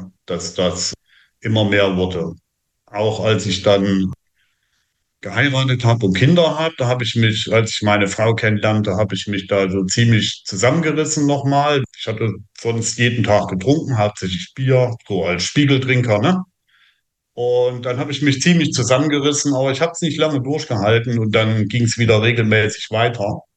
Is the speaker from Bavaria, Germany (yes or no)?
no; Thuringia, Germany; ich bin in Thüringen aufgewachsen